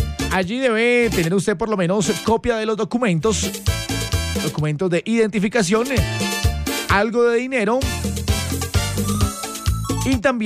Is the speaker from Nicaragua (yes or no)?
no; Colombia